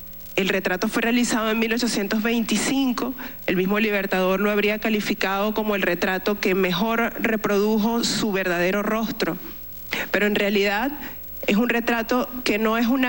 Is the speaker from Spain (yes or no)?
no; Venezuela